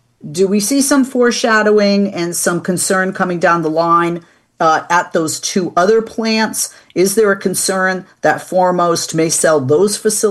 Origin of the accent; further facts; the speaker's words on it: Boston, Massachusetts, United States; I'm from Boston, that you guys beat us in winters and resilience